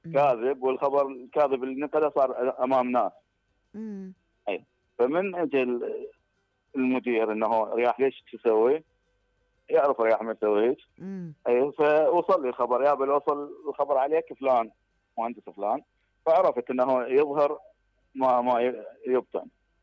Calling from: Diwaniyah, Al-Qadisiyah Governorate, Iraq; عندنا بالديوانية

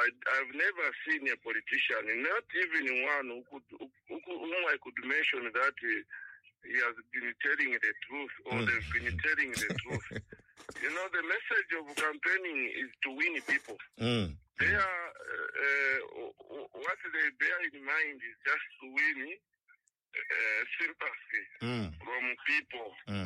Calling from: Ndola, Copperbelt, Zambia; calling from Ndola.

